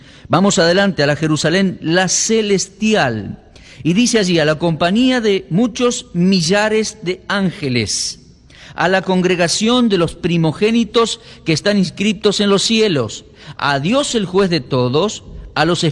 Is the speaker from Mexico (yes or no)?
no; Argentina; Yo tengo pasaporte argentino, porque, bueno, soy argentino